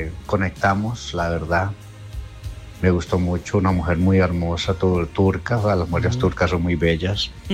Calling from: Cali, Valle del Cauca, Colombia; Yo soy caleño.

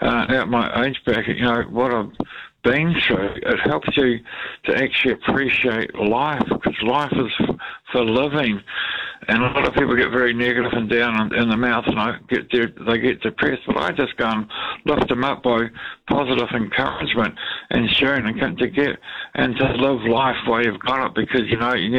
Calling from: Lower Hutt, Wellington, New Zealand; Lower Hutt.

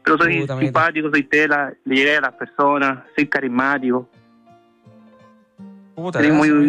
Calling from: Renca, Santiago Metropolitan Region, Chile; De Renca.

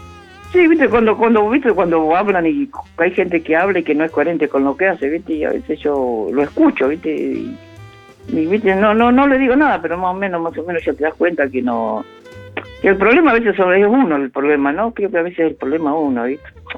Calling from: Pilar, Buenos Aires Province, Argentina; acá de Pilar.

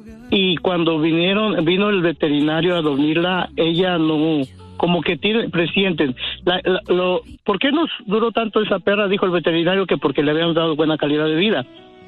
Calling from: Stanton, California, United States

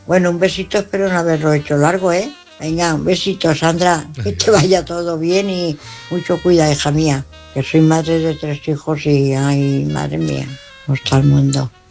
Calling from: Valencia, Valencian Community, Spain; corresponsal … de Valencia.

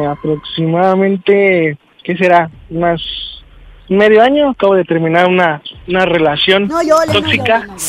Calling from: Ixtapaluca, State of Mexico, Mexico; Tengo 26 y soy de Ixtapaluca, Estado de México.

